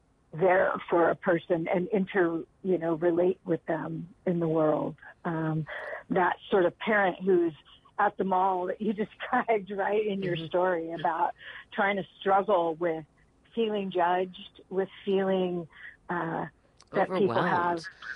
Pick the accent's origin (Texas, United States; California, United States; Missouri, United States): California, United States; I'm a Californian and I know what's available here